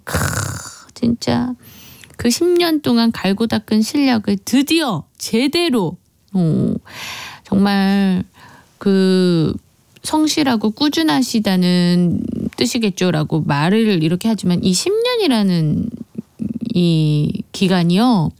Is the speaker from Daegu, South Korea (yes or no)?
no; Busan, South Korea; born there; moved away as an adult; now in Seoul, South Korea